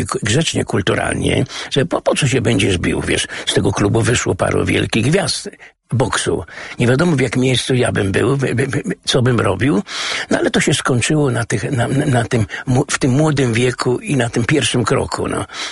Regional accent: Łódź, Łódź Voivodeship, Poland; ja jestem urodzony na Bałutach i Bałuty Śródmieście Łódź

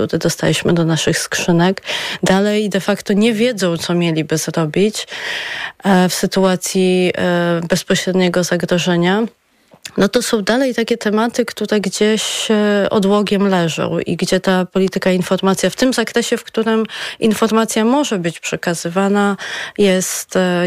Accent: Lublin, Lublin Voivodeship, Poland; Ja pochodzę z Lublina, więc za każdym razem, kiedy informacja o tym, co się dzieje bardzo blisko granicy na Lubelszczyźnie, mnie mobilizują.

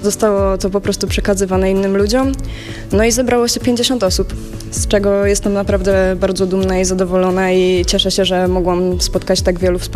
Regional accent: Jelenia Góra, Lower Silesian Voivodeship, Poland; born there

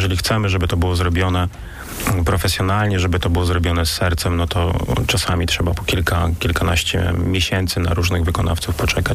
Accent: Gdańsk, Pomeranian Voivodeship, Poland; born there; Urodziłem się w Gdańsku, ale dużo podróżowałem.

